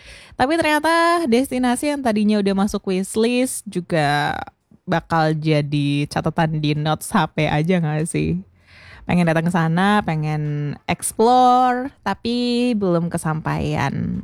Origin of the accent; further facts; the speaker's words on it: Riau, Indonesia; sebagai warga Riau